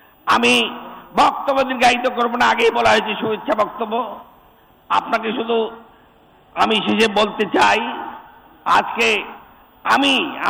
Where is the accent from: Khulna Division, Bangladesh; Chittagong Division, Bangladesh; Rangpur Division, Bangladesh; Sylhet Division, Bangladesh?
Rangpur Division, Bangladesh; Thakurgaon; আগে গর্ব করে বলতাম যে আমার বাড়ি ঠাকুরগাঁ, আমাদের মহাসচিবের বাড়ির পাশে।